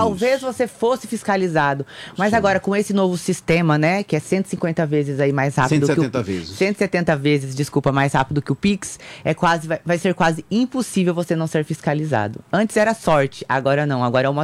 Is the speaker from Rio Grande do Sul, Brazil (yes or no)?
no; São Paulo, Brazil; Já o paulista, por exemplo, né? Que é de onde eu vim, de onde eu comecei a trabalhar, né? Há 15 anos atrás.